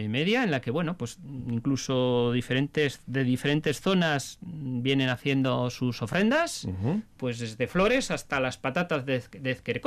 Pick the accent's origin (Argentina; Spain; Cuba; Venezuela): Spain; Miñano, Basque Country; born there; de la zona de mi pueblo, de Miñano